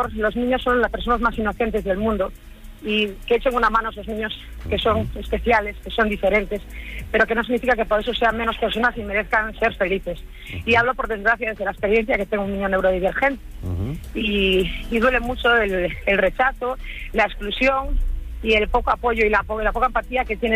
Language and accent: Spanish; Vigo, Galicia, Spain; Soy de Vigo.